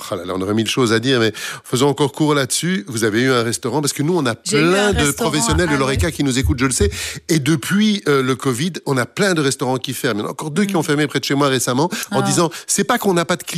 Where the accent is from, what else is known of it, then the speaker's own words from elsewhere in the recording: Belgium; Alors, on n'a pas de clim, hein, par exemple, chez nous, en Belgique